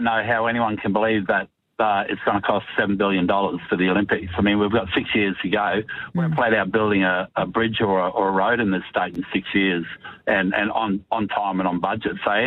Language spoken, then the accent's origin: English; Queensland, Australia; now in Brisbane, Australia; I'm from North Queensland originally